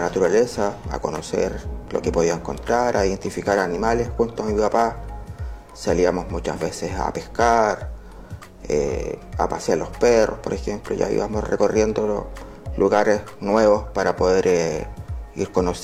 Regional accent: Concepción, Biobío, Chile; Nací en Concepción, el año 1976.

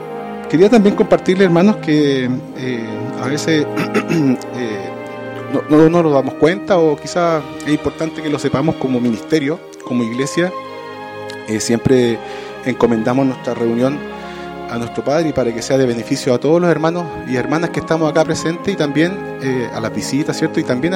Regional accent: Chile; yo soy chileno y hablo español

